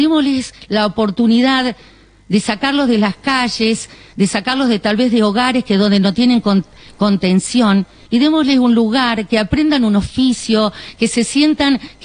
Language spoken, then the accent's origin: Spanish; Ataliba, La Pampa, Argentina